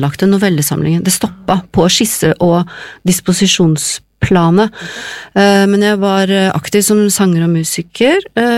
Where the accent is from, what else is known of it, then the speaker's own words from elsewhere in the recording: Moss, Østfold, Norway; Egentlig så kommer jeg fra Moss, og pleier å si at forbløffende mange av oss er fra Moss